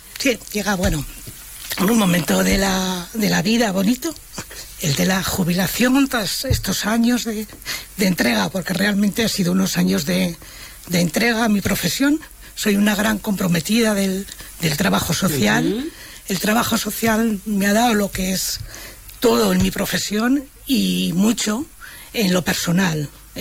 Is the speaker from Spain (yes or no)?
yes; Tudelilla, La Rioja, Spain; Soy de Tudelilla, como siempre he dicho, ejerzo de de pueblo, ejerzo de Tudelilla.